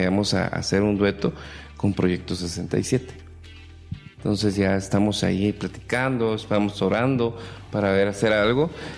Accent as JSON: {"language": "Spanish", "country": "Guatemala", "said": "todos éramos somos guatemaltecos"}